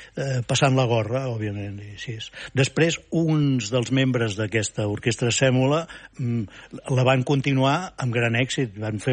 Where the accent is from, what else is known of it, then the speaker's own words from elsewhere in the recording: Barcelona, Catalonia, Spain; also born or lived in Vic; Criat a Barcelona i retornat a Vic.